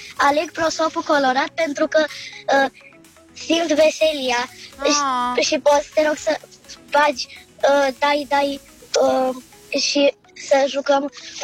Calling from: Craiova, Dolj, Romania; din Craiova, am 7 ani

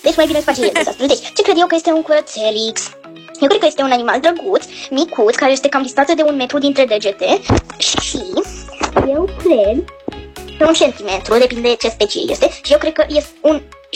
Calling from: Bucharest, Romania; din București, am 8 ani

